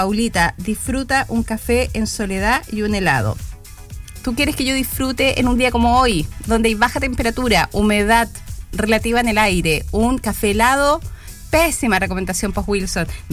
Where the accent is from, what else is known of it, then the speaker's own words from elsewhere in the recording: Chile; Yo creo que yo soy la única chilena.